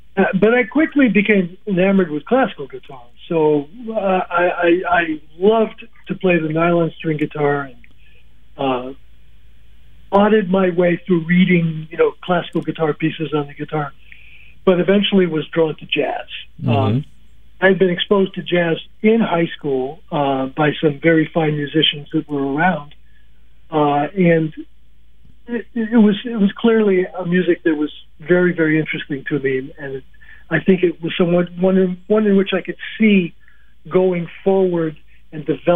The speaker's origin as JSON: {"language": "English", "town": "New Canaan", "region": "Connecticut", "country": "United States", "tie": "born or raised there", "also_born_or_lived": "Woodstock, Connecticut", "said": "I'm pretty much of a Connecticut Yankee. I was born in Woodstock, Connecticut, and grew up in New Canaan, Connecticut, opposite corners of the state."}